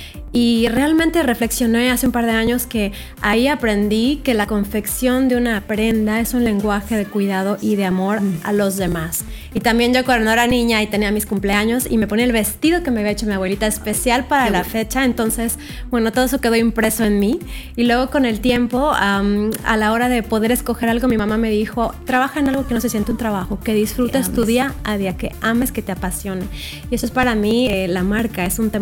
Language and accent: Spanish; Mérida, Yucatán, Mexico; a los diseñadores de Yucatán, de Mérida, y llevar un poco de mi tierra